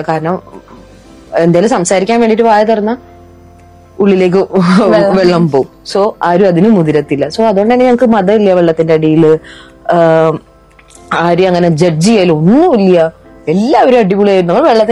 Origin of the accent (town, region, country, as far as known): Pattambi, Kerala, India; born or raised there